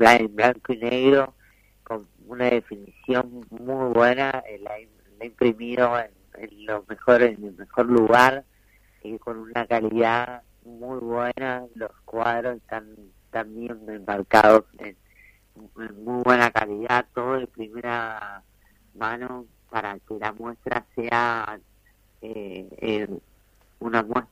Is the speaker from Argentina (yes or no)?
yes; Mendoza, Argentina; moved away as an adult; also born or lived in Buenos Aires; quería hacerla en Mendoza porque es mi tierra